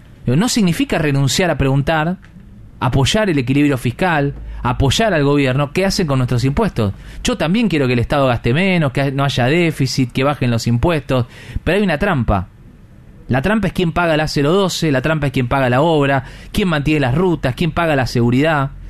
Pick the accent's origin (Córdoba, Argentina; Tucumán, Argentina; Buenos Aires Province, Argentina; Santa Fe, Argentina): Santa Fe, Argentina; como santafesino, como contribuyente